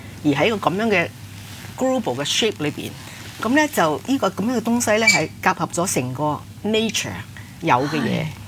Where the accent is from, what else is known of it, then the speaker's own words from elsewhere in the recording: China; 琉璃咧，即係我哋中國人咧，就係覺得水晶、玻璃好似低檔啲